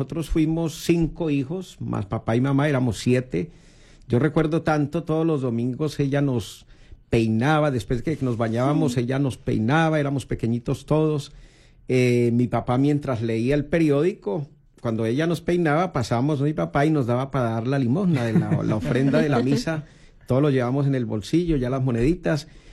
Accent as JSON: {"language": "Spanish", "region": "Bogotá", "country": "Colombia", "said": "Soy sacerdote marianista colombiano de Bogotá"}